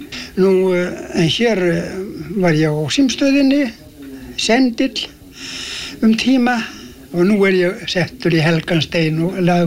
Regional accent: Meðalland, Southern Region, Iceland; now in Vestmannaeyjar, Iceland; Nei, ég var uppvaxtar án mín hlutnestir í Meðalandi, fór að búi á 1910 í Meðalandinu, flutti þá að Steinsmýri

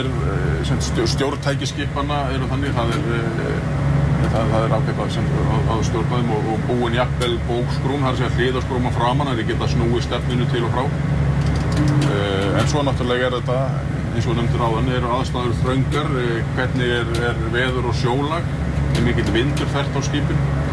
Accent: Grindavík, Southern Peninsula, Iceland; Ég kem úr Grindavík hérna, og býð þar

